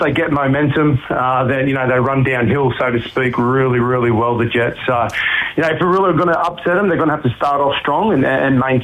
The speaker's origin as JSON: {"language": "English", "town": "Gerringong", "region": "New South Wales", "country": "Australia", "tie": "born or raised there", "also_born_or_lived": "Kiama", "said": "I grew up in Gerringong and did all my schooling in Kiama."}